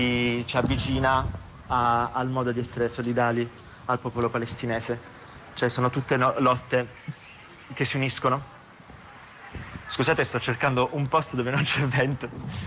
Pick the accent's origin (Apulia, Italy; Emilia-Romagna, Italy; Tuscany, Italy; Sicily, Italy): Apulia, Italy; io essendo pugliese